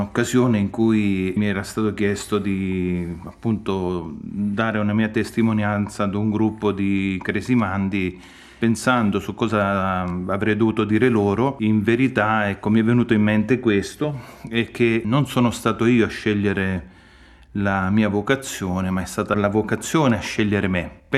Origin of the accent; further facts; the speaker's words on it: Casalbordino, Abruzzo, Italy; moved away as an adult; nel mio paese di origine, che è un paese abruzzese chiamato Casal Bordino